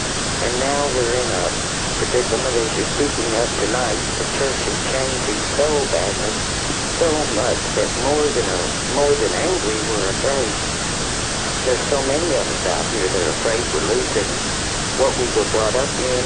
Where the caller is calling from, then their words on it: Wisconsin, United States; I'm from Wisconsin